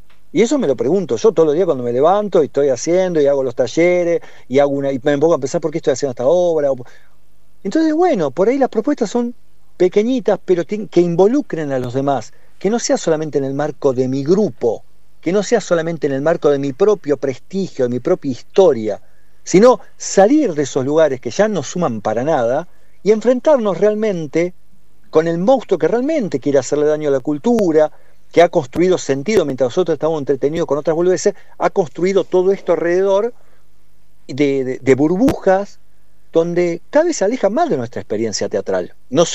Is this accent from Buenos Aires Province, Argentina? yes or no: yes; Mar del Plata, Buenos Aires Province, Argentina; tendrá que ver con mi infancia en Mar del Plata